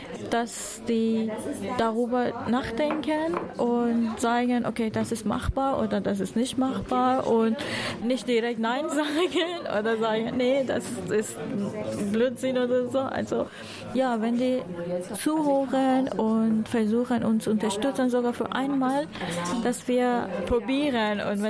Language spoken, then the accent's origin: German; Iran; German is a second language; now in Osnabrück, Germany; Ich komme aus dem Iran